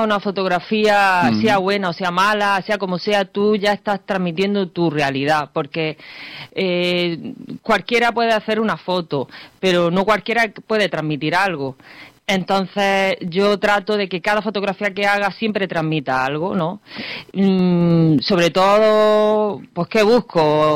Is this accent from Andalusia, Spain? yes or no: yes; Adra, Andalusia, Spain; also born or lived in Málaga; yo soy aquí de Adra de toda la vida, mi gente igual, ¿sí? Somos de aquí, vamos, de siempre.